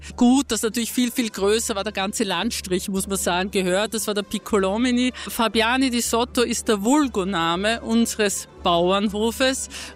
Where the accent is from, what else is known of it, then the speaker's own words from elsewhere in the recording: Vienna, Austria; moved away; Ich bin ein Wiener Stadtkind.